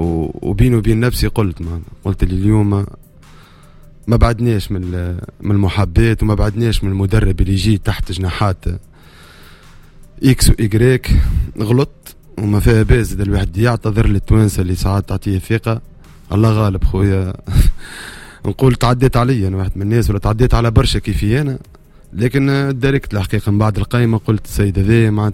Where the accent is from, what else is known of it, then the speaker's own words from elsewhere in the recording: Tunisia; أنا واحد من الناس كتونسي